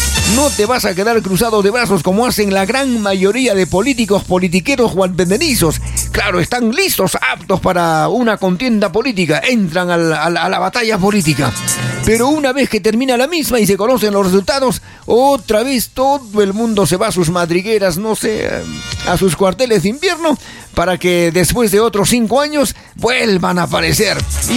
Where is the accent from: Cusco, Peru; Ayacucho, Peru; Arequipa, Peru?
Arequipa, Peru; ¿Cómo vamos a apostar por gente que ha hecho tanto daño a esta Arequipa nuestra?